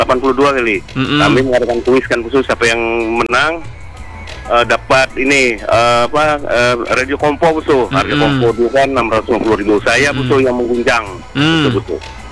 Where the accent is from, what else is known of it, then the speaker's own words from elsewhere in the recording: North Sumatra, Indonesia; Dulu saya bukan, saya dari Sumatera Utara.